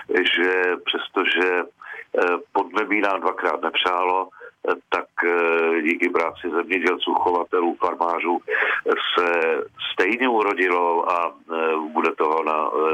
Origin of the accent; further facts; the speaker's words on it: Znojmo District, South Moravian Region, Czechia; Já sám jsem z Moravy, ze Znojemska